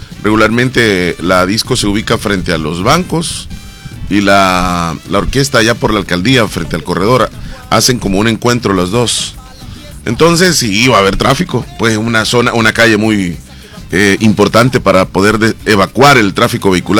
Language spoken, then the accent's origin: Spanish; Santa Rosa de Lima, La Unión, El Salvador; Al carnaval de mi tierra.